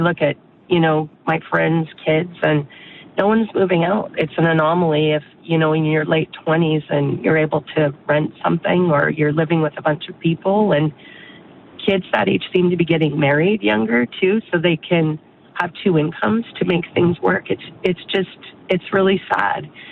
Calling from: Calgary, Alberta, Canada; one of my community members here in Calgary.

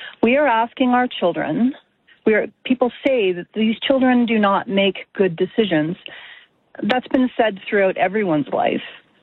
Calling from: Alberta, Canada; I am from Alberta.

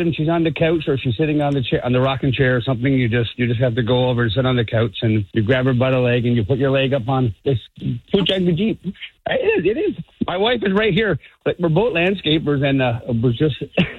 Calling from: Newfoundland and Labrador, Canada; We're from Newfoundland.

